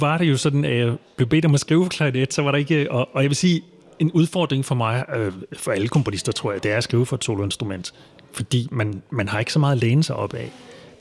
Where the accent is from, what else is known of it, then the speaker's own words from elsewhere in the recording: Amager, Capital Region of Denmark, Denmark; jeg voksede op på Amager, og der var ikke så meget inspiration der, synes jeg.